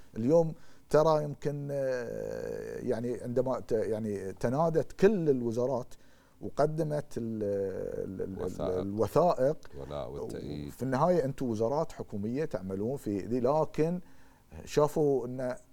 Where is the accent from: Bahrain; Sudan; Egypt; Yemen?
Bahrain; احنا بحرينيين